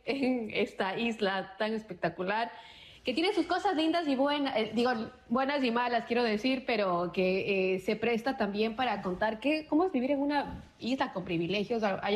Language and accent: Spanish; Ecuador; moved away; tenido como esta catarsis migrante, pero también como periodista, primero por la situación que pasa en mi país con respecto a los periodistas que están siendo perseguidos, silenciados, un momento muy oscuro para el periodismo en Ecuador particularmente